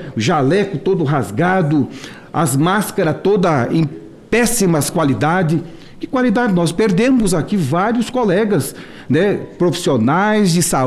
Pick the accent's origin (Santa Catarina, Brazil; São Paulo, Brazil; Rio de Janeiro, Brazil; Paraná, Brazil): Santa Catarina, Brazil; now in Chapecó, Brazil; em especial lá do meu estado de Santa Catarina